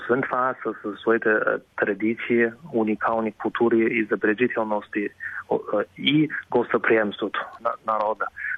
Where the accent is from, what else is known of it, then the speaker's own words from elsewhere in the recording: Beijing, China; Bulgarian is a second language; now in Bulgaria; Аз лично съм роден в Пекин и съм израснал в Пекин, който е един космополитен град. За мен природата в България и красотата е несравнимо с откъдето съм.